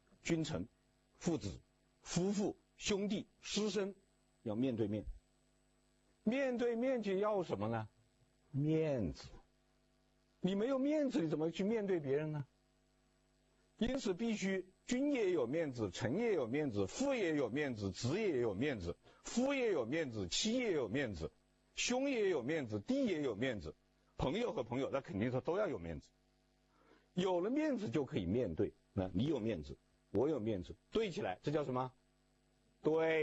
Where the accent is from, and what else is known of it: China